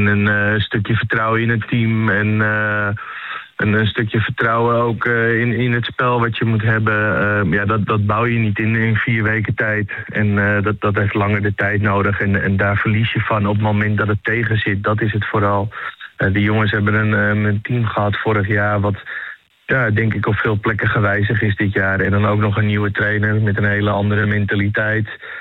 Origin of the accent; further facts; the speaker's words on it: Den Helder, North Holland, Netherlands; moved away; uit het verre Noord-Holland. Helemaal boven in het puntje van Noord-Holland. Want ik kom zelf uit Den Helder. Ja, daar is gewoon een hele andere mentaliteit en manier van omgaan als wat je hier bij elkaar treft.